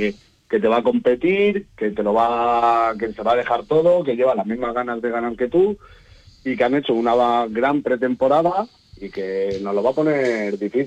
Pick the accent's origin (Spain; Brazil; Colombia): Spain; Casas de Juan Núñez, Castilla-La Mancha; Yo estaba con mi pueblo de Casas de Juan Núñez y me lo crucé hace muchísimos años.